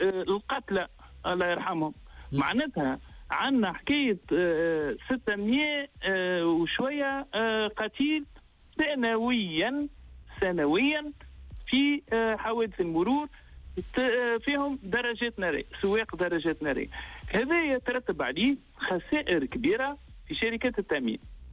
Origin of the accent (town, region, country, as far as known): Tunisia